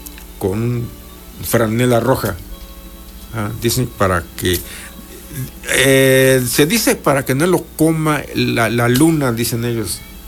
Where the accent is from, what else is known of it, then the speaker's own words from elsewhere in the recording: Mixteca, Mexico; Allá en mi pueblo, no sé si ustedes, pero allá por la región mixteca